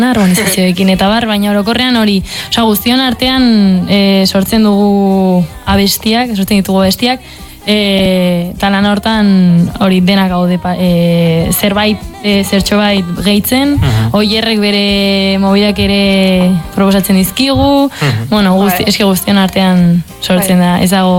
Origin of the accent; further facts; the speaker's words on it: Puente la Reina, Navarre, Spain; Ni gareskoa